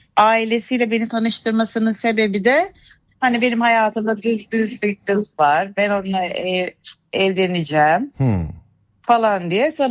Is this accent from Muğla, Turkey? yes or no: no; Susurluk, Balıkesir, Turkey; Balıkesir Susurluk.